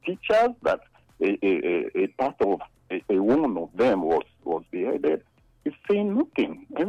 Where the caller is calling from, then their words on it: Nigeria; from Kenwa Road.